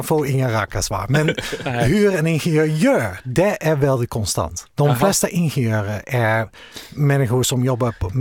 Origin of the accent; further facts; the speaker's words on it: Netherlands; Swedish is a second language; moved away; Förlåt, jag är holländare, så säg det på engelska.